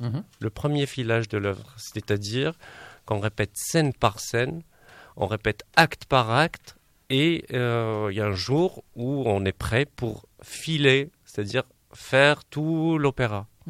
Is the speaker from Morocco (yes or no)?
yes; Morocco; born there; first language Arabic; French is a second language; moved away; né marocain.